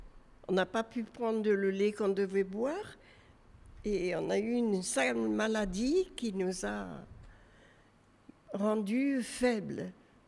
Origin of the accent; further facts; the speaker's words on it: Algeria; born there; Et bon, ben moi, je suis né en Algérie.